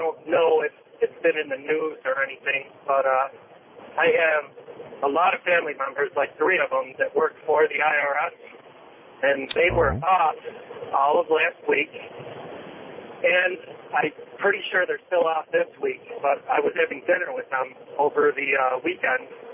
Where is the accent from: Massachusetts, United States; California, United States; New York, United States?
New York, United States; Buffalo; I'm from Buffalo. Driving across Ohio. I'm a truck driver.